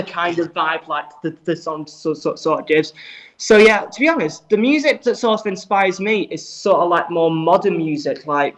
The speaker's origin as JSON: {"language": "English", "town": "Manchester", "region": "North West England", "country": "United Kingdom", "said": "I was there when they toured the UK, and I'm from Manchester, but I went to London, which is like a 6-hour drive to them"}